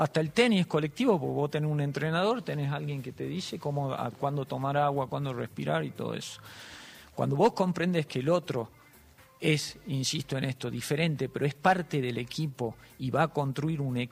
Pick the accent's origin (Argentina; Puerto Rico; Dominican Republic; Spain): Argentina; nos está pasando como argentinos.